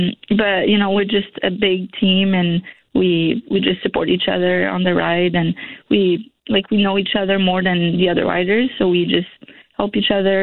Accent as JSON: {"language": "English", "town": "Montreal", "region": "Quebec", "country": "Canada", "said": "I'm originally from Montreal, but I'm moving to Nova Scotia."}